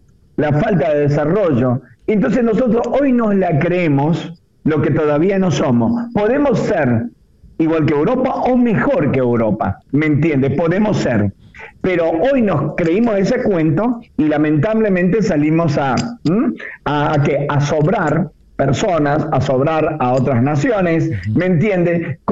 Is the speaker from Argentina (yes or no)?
yes; Argentina